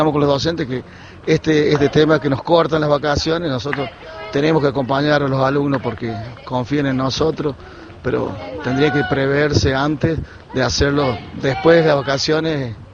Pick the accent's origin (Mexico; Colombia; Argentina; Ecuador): Argentina; Los valores que tenemos nosotros como ciudadanos argentinos